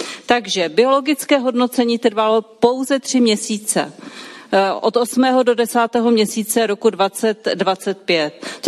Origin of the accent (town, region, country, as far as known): Ostrava, Moravian-Silesian Region, Czechia; born or raised there; moved away